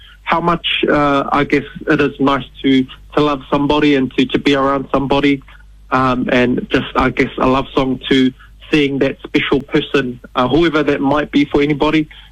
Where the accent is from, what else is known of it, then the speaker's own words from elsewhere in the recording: Wellington, New Zealand; born and raised in Wellington. And like Joel said, I've got a new single called … which comes out next Friday. And I was living in the far, far north with my beautiful family